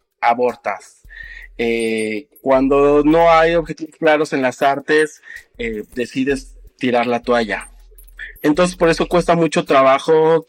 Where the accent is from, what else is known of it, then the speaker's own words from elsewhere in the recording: Asunción Nochixtlán, Oaxaca, Mexico; soy originario de Asunción Ochixtlán, Oaxaca. Tengo ya 37 años de edad